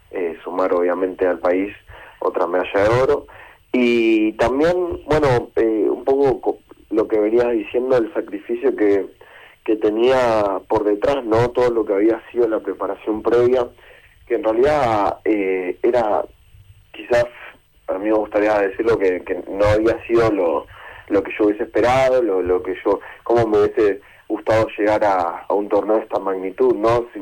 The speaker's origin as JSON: {"language": "Spanish", "town": "Vicente López", "region": "Buenos Aires Province", "country": "Argentina", "tie": "born or raised there", "also_born_or_lived": "Posadas", "said": "Sí, yo soy nací en Misiones Posadas, pero criado toda la vida en Vicente López, y en Buenos Aires principalmente."}